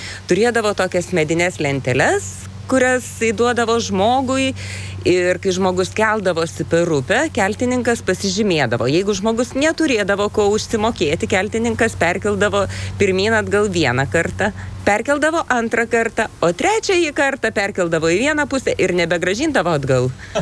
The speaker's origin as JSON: {"language": "Lithuanian", "town": "Telšiai", "region": "Telšiai County", "country": "Lithuania", "accent": "Samogitian", "lives_now": "Tryškiai, Lithuania", "said": "aš esu grįna žemaitė. Aš esu iš Žemaitėjų susins iš Telšių."}